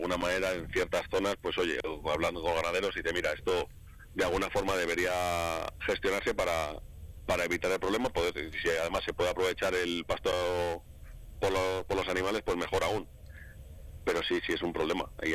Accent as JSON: {"language": "Spanish", "area": "Segovia", "region": "Castile and León", "country": "Spain", "tie": "born there", "said": "En mi pueblo aquí en Segovia"}